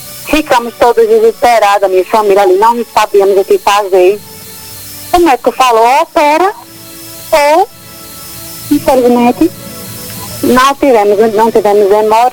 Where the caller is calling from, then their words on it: Fagundes, Paraíba, Brazil; Eu sou de Fagundes, no estado da Paraíba.